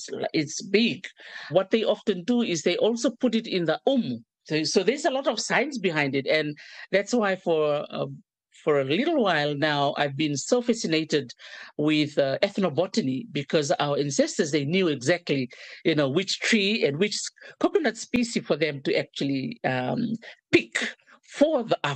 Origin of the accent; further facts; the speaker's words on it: Suva, Central Division, Fiji; And even though I was born and raised in Suva, my parents always take us to the island, you know, at the end of the year during the school holidays to visit my grandfather